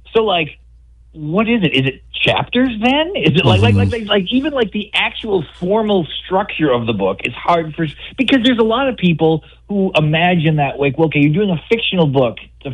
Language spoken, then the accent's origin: English; North Dakota, United States; moved away; also born or lived in Akron; growing up in North Dakota